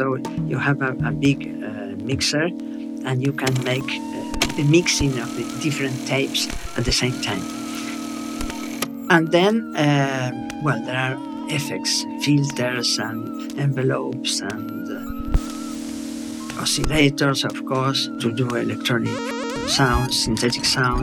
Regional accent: Argentina

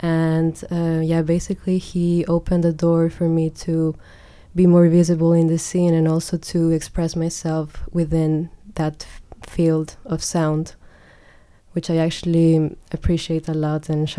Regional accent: Bolivia; I'm actually from Bolivia, and yeah, basically my whole DJ journey began when I moved back to Bolivia in 2021.

